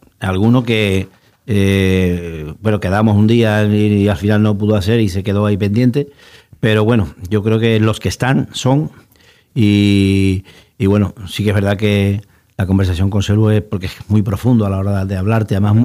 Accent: Cádiz, Andalusia, Spain

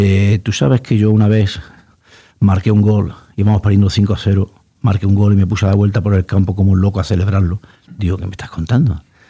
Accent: Cádiz, Andalusia, Spain

